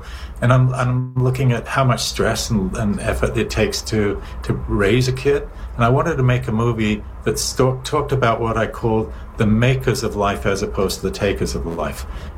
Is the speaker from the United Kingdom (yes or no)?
yes; United Kingdom; moved away as an adult; also born or lived in Canada; now in United States; we're two British guys